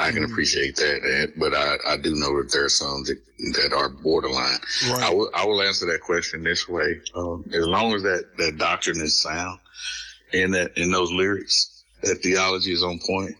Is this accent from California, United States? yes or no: no; Canyon, Texas, United States; there in my hometown, the university there, West Texas A&M University, they wanted to put together a Black History program.